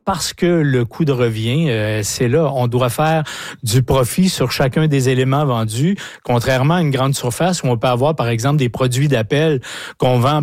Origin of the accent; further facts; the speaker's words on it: Saint-François-d'Assise, Quebec, Canada; moved away; qui me ramène dans mon patelin d'origine, Saint-François d'Assise